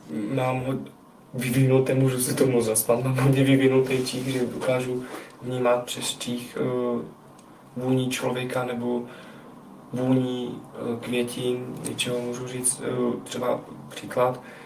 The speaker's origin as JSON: {"language": "Czech", "country": "Slovakia", "second_language": "Czech"}